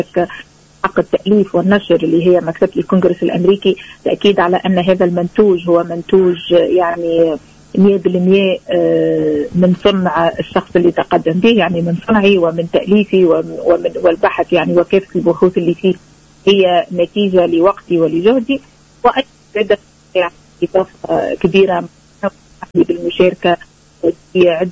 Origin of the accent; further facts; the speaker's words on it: Tunisia; now in United States; أنا أولا وأخيرا تونسية كما ديما نقول، راهو مهما تغربنا ومهما خدينا جنسية أخرى تبقى أمنا الأولى هي تونس اللي تربينا فيها